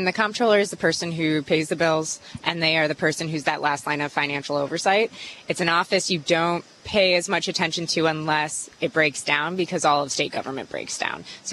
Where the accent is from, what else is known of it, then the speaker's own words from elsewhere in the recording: Oak Park, Illinois, United States; born there; now in Chicago, United States; I was born in Oak Park, Illinois, western suburbs. Now I'm in the city. I'm a state rep for the 12th district, so that's Gold Coast, Old Town, Lincoln Park area. So now I'm a city girl. I've been there for 14 years, so I think I can say I'm a Chicagoan.